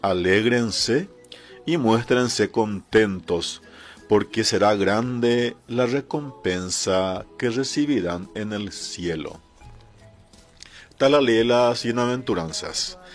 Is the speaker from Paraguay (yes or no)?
yes; Paraguay